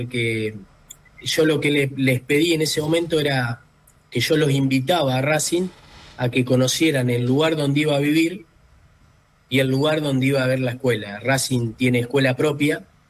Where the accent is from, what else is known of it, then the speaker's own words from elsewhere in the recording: Benito Juárez, Buenos Aires Province, Argentina; por cercanías con mi ciudad natal, que es Benito Juárez